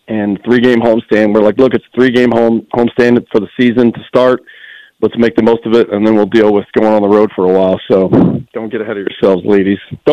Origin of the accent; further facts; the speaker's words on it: Irving, Texas, United States; No knock on my hometown